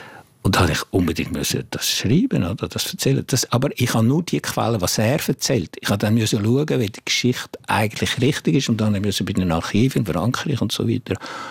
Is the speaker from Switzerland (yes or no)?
yes; Switzerland; Aber ich habe geschrieben als ein Schweizer, oder irgendwie, der das anschaut. Und nicht als ein Franzose, der jetzt hier etwas erzählen will.